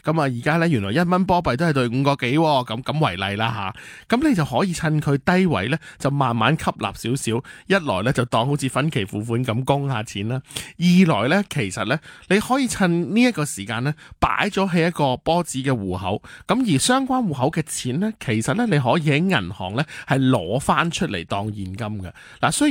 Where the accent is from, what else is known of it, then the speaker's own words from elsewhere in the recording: Hong Kong; 我哋香港人